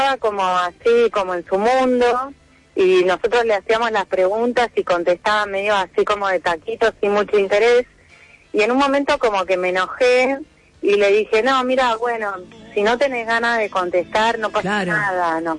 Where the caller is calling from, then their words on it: Buenos Aires, Argentina; Hola, ¿qué tal? … de Palermo.